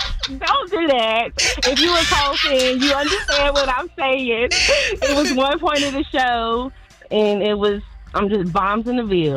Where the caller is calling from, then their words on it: Greensboro, North Carolina, United States; I'm from Greensboro.